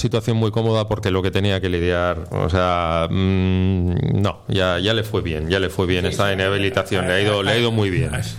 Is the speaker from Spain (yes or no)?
yes; Catalonia, Spain; oye, que somos tan catalanes o más que porque la estelada no.